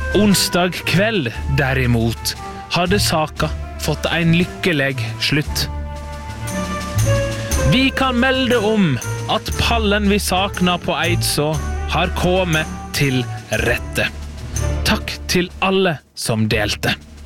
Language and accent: Norwegian; Møre og Romsdal, Norway; accent: Sunnmøre; og som du hører på dialekten min så jeg sunnmøring.